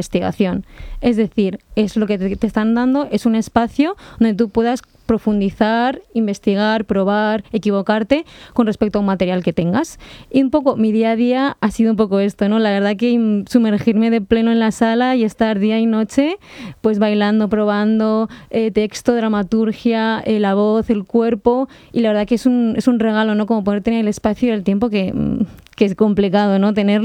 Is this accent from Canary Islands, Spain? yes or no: no; Logroño, La Rioja, Spain; De ahí que venga yo aquí, porque yo soy de Logroño y están colaborando también con Santander.